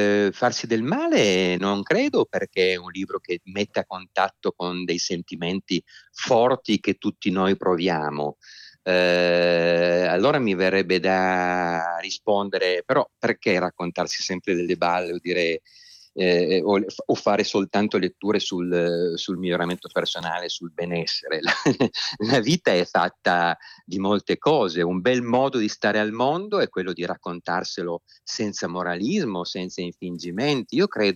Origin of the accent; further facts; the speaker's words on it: Turin, Piedmont, Italy; io sono torinese